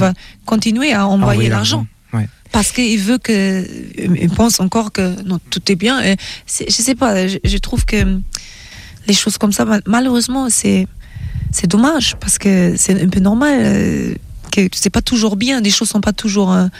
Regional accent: Germany; j'aime les bretzels aussi, parce que j'ai grandi en Allemagne

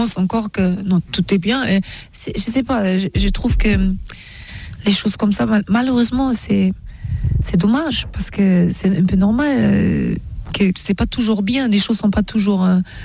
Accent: Germany; J'aime les bretzels aussi parce que j'ai grandi en Allemagne et j'aime le foufou et le okra et le goussi de Nigeria.

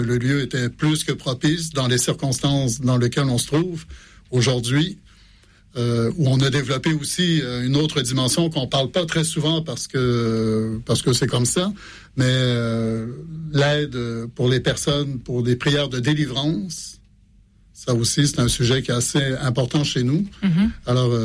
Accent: Montreal, Quebec, Canada; moved away as an adult; also born or lived in Rome; now in Fontenay, France; 2001 de quitter le Québec où j'étais en pastoral jeunesse dans l'archidiocèse de Montréal.

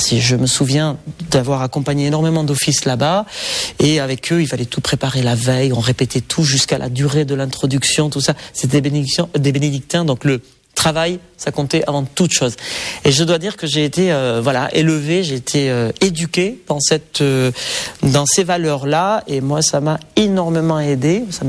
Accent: Nouvelle-Aquitaine, France; en grandissant au Pays Basque, donc on a un répertoire de cantiques qui est très différent des cantiques français.

